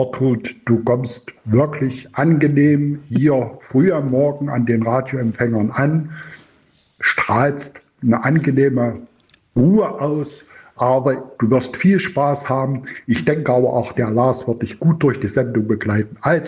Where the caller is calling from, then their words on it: Bennstedt, Saxony-Anhalt, Germany; hier ist der … aus Bennstedt